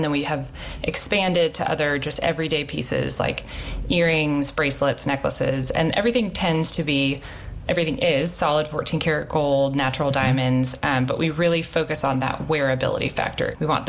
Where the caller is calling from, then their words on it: Nashville, Tennessee, United States; I'm calling from Nashville, Tennessee.